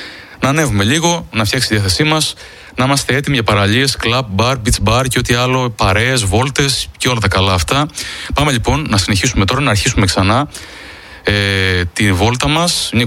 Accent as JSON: {"language": "Greek", "region": "Crete", "country": "Greece", "said": "Το καλοκαίρι μπήκε για τα καλά και στα μέρη μας στην Κρήτη"}